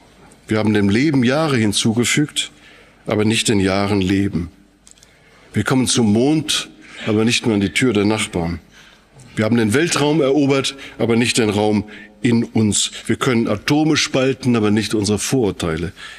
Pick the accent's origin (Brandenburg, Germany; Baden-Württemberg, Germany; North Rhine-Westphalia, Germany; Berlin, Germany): North Rhine-Westphalia, Germany; Bei uns im Sauerland, wo wir drei herkommen, Da hat man früher manchmal gesagt und vielleicht heute auch noch manchmal, wenn das unsere Oma noch wüsste.